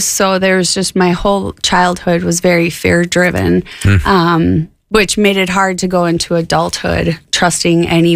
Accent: Minneapolis, Minnesota, United States; Well, I grew up in the Twin Cities of Minneapolis, and I have three siblings.

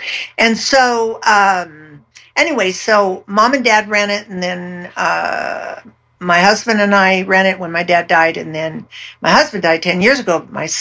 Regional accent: California, United States; We were raised in California.

